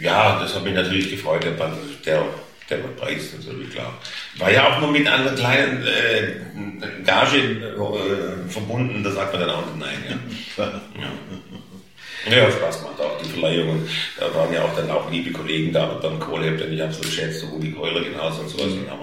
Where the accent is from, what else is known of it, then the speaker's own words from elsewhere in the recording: Stuttgart, Baden-Württemberg, Germany; accent: Swabian; ja, ich komme aus Stuttgart, spreche aber Oxford-Schwäbisch und haben wir schon mal einen Lacher.